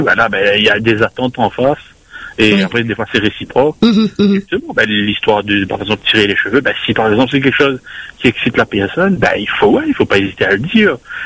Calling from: Réunion, France; je suis de Saint-Guy

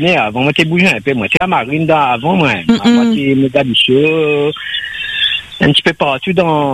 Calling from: Les Avirons, Réunion; mais banal. Moi, tu habites les Avirons.

